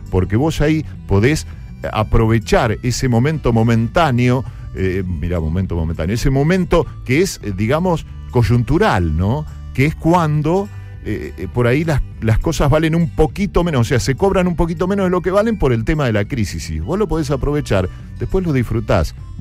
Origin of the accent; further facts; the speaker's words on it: Florentino Ameghino, Buenos Aires Province, Argentina; now in La Plata, Argentina; yo soy de Florentino Ameguino.